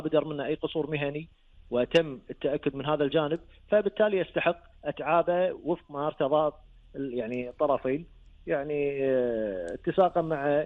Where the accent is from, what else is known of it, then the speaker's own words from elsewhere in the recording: Kuwait; اليوم عندنا بالكويت